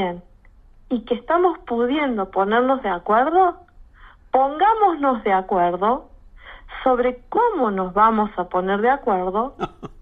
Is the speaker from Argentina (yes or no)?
yes; Río Tercero, Córdoba, Argentina; also born or lived in Villa Carlos Paz; soy oriunda de Río Tercero, entonces tengo toda la familia acá